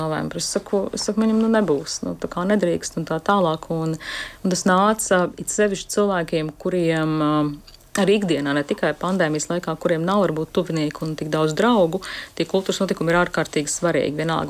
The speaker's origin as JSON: {"language": "Latvian", "region": "Riga", "country": "Latvia", "said": "es esmu balta, es esmu sieviete, es esmu heteroseksuāla, es esmu rīdziniece."}